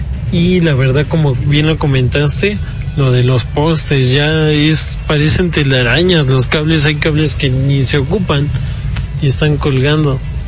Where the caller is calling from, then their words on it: Nezahualcóyotl, State of Mexico, Mexico; aquí tu amigo … Soy de Ciudad Nezahualcóyotl, de la colonia Las Palmas.